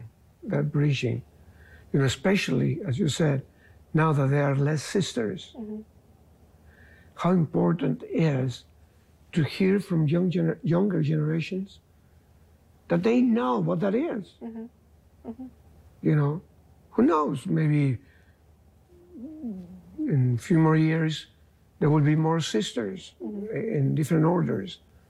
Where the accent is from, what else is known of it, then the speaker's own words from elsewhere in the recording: San Luis Potosí, Mexico; moved away; my hometown. They had two schools where I lived, in Mexico, in San Luis Potosí.